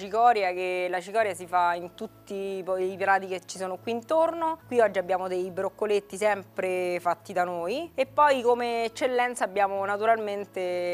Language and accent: Italian; Guarcino, Lazio, Italy; È il mio paese